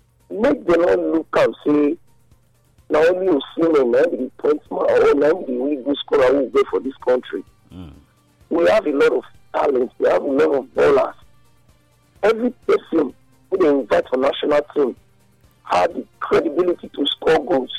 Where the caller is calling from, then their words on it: Cameroon; I'm only calling from Cameroon.